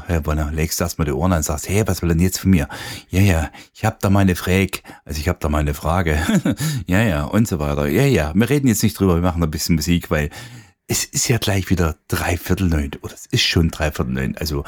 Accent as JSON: {"language": "German", "region": "Saxony", "country": "Germany", "accent": "Saxon", "said": "und dann ich mit meinem sächsischen Dialekt."}